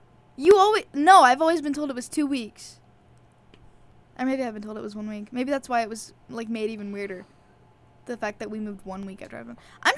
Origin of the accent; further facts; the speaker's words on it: Puyallup, Washington, United States; born there; moved away; also born or lived in Edmonds, Washington; we moved after I was, 2 weeks after I was born from Edmonds, Washington, to Puyallup, Washington. And then we moved to where I live now.